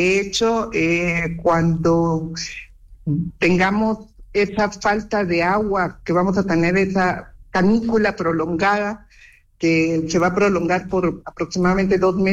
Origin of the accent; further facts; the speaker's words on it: Guatemala City, Guatemala Department, Guatemala; aquí como buenos capitalinos